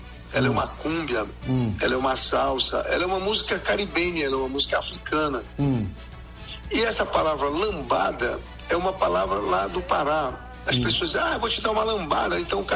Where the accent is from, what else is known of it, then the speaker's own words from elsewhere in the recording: Belém, Pará, Brazil; moved away as an adult; eu sou de Belém do Pará